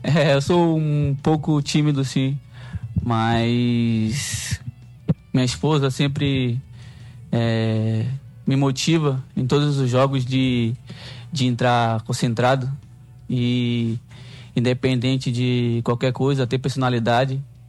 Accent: Salvador, Bahia, Brazil; Eu sou nordestino, sou de Salvador.

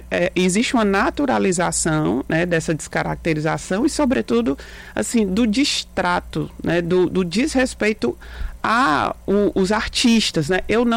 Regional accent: Fortaleza, Ceará, Brazil; eu sou da periferia de Fortaleza

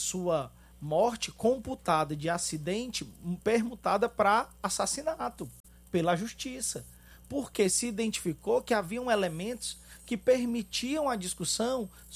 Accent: Fortaleza, Ceará, Brazil; born or raised there

